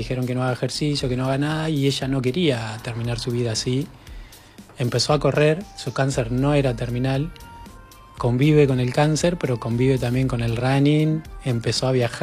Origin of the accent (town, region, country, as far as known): Trenque Lauquen, Buenos Aires Province, Argentina